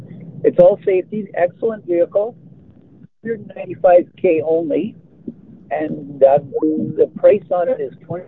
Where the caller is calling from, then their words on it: Portage la Prairie, Manitoba, Canada; from Portage.